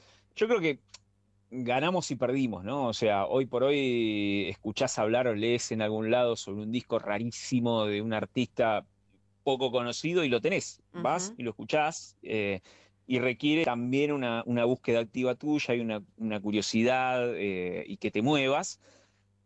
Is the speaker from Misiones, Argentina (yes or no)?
no; Buenos Aires Province, Argentina; yo soy del conurbano de Zona